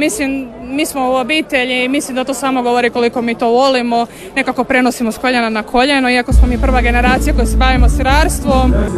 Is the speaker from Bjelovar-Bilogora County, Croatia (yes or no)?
yes; Nova Pisanica, Bjelovar-Bilogora County, Croatia; dolazimo iz Nove Pisanice sa Bilogore.